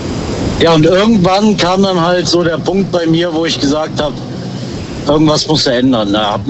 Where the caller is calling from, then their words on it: Düren, North Rhine-Westphalia, Germany; Immer noch aus Düren.